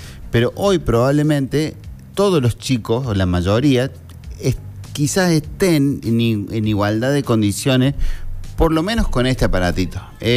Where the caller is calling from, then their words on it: San Francisco, Córdoba, Argentina; Hola, gente de LB2 … de San Francisco.